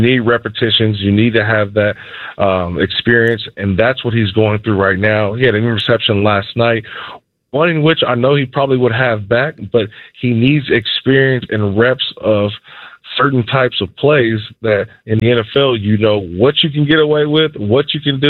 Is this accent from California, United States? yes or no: yes; Oakland, California, United States; I grew up in Oakland, California, mm-hmm. been born and raised a Raider fan, was drafted by the Raiders